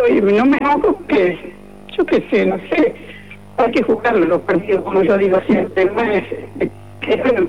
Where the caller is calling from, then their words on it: Maldonado, Uruguay; Sí, vivo en Maldonado, en Cerro Pelado.